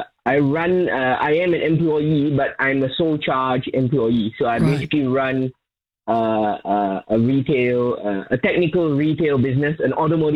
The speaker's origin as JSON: {"language": "English", "country": "Malaysia", "tie": "born or raised there", "moved": "yes", "said": "growing up in Malaysia"}